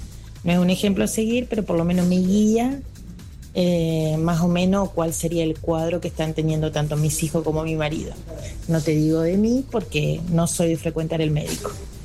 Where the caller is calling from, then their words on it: Santa Fe, Argentina; de Santa Fe